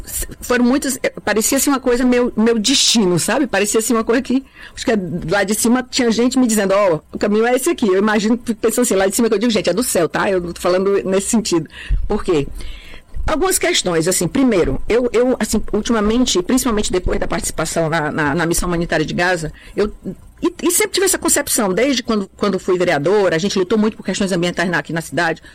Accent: Fortaleza, Ceará, Brazil; born there; eu nasci nos matos, né? Nasci na periferia de Fortaleza, no Mudubim, Mudubim ainda tinha vacaria. Então, assim, ali era a zona rural de Fortaleza. Então, assim, eu sou um pouco mato mesmo, sabe?

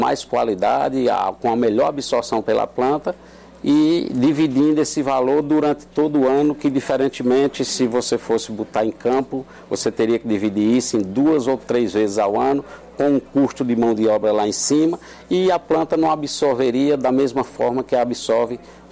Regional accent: Crato, Ceará, Brazil; moved away as an adult; sou natural do Crato. Em 1997, eu vim implantar um projeto de coco na fazenda de um tio meu, aqui na cidade de Trairi, a 120 quilômetros de Fortaleza.

